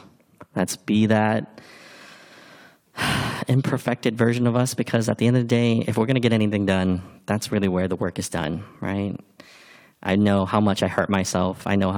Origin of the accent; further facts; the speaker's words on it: Seattle, Washington, United States; born there; I was born in High Point.